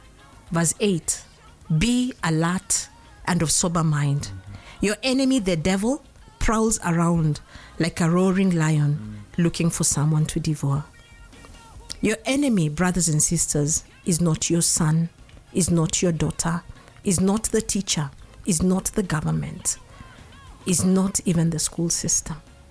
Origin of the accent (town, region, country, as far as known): Kenya; also born or lived in Kisumu